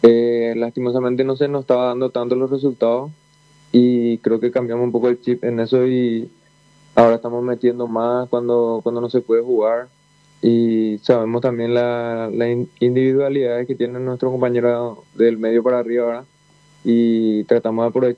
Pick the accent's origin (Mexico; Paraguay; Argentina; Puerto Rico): Paraguay; Mariano Roque Alonso, Central; Sí, de Mariano, así mismo.